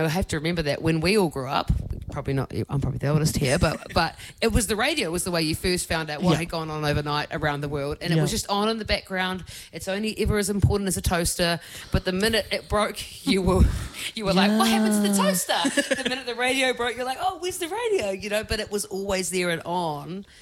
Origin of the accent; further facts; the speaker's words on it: Dargaville, Northland, New Zealand; in Dargaville, my hometown, and did that for like the whole of sixth and then seventh form.